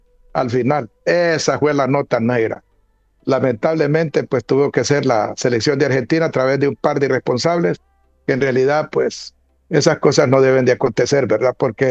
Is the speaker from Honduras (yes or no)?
yes; Honduras; soy hondureño. No soy ni brasileño, ni quiero estudiar portugués, como dijo Russell. No. Yo me siento feliz de ser hondureño